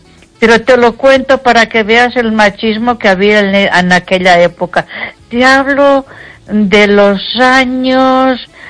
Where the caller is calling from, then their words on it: Ponferrada, Castile and León, Spain; Buenas noches, Esther … de Ponferrada.